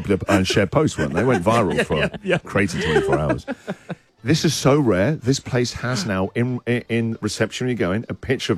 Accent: England, United Kingdom; now in Australia; We're English.

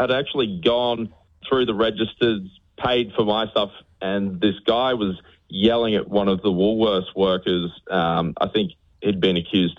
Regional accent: Gympie, Queensland, Australia; Yeah, I grew up in Gympie in regional Queensland and did play a bit of rugby league growing up

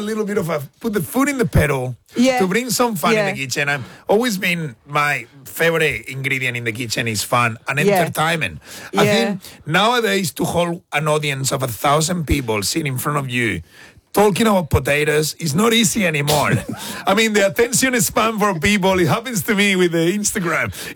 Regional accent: Australia; now in Japan; Forget about sushi. We are Australians, okay?

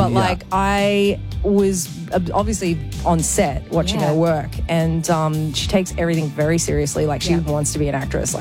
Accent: Australia; because I'm Australian, so I'm, like, this self-deprecating little lamb

